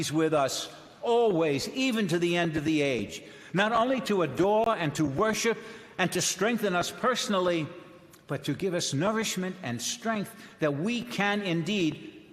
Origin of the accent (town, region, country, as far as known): United States